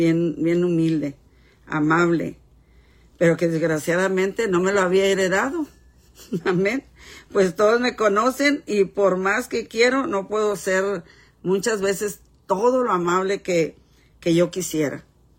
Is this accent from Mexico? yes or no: yes; Mexico; Tenemos, como mexicanos, ¿verdad?, muchos dichos.